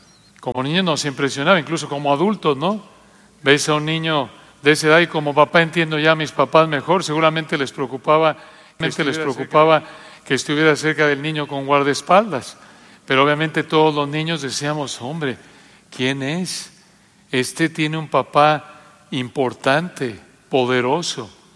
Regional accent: Mexico City, Mexico; Cuando era niño, yo recuerdo allá en la Ciudad de México

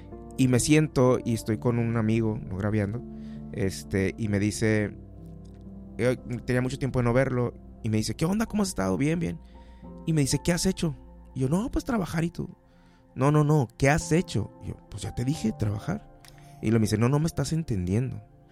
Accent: Mexico

